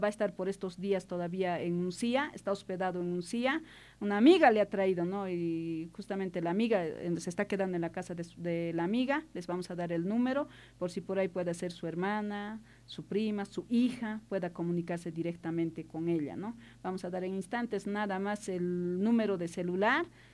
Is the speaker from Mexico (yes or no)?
no; Potosí, Bolivia; así somos los nortepotosinos.